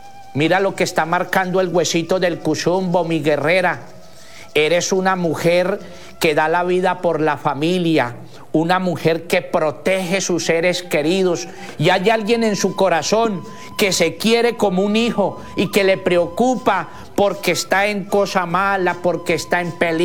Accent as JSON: {"language": "Spanish", "region": "Putumayo", "country": "Colombia", "said": "indígena del Putumayo."}